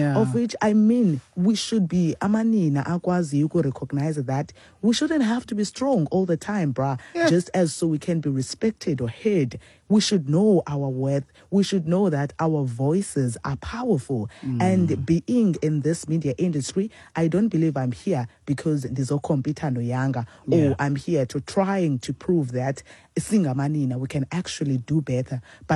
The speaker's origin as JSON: {"language": "English", "country": "South Africa", "said": "So we should be able to recognize the fact that as South African women we come like a very long way, bra."}